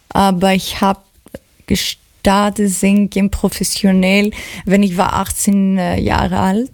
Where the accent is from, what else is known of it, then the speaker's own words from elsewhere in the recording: Greece; German is a second language; also born or lived in Cologne, Germany / Spain; now in Germany; ich komme aus Griechenland und ich bin Sängerin.